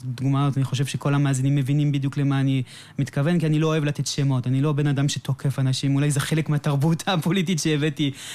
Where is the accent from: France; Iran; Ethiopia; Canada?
Canada; now in Israel; אני כקנדי דובר גם צרפתית וגם דובר אנגלית.